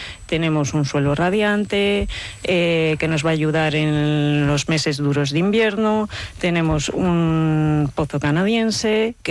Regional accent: Valladolid, Castile and León, Spain; Soy de Valladolid

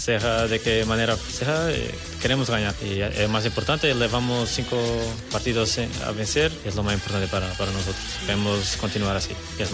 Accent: Algarve, Portugal; Spanish is a second language; moved away as an adult; now in Almería, Spain; Yo soy del sur de Portugal, Algarve, que es como un poco como aquí, como Almería. La temperatura, mucho calor también, una ciudad muy pequeña también, eso es muy parecido.

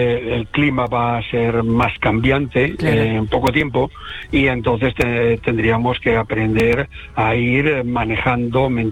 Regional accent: Galicia, Spain; Como buen gallego voy allí.

